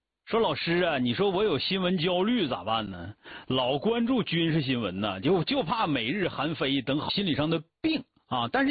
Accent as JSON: {"language": "Chinese", "region": "Northeast China", "country": "China", "said": "我知道一个我们东北的啊，我们东北的那个大哥啊，"}